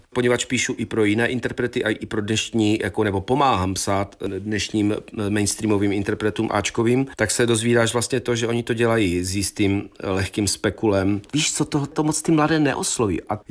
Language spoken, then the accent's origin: Czech; Čeladná, Moravian-Silesian Region, Czechia; já jsem totiž z Čeladné jakoby původem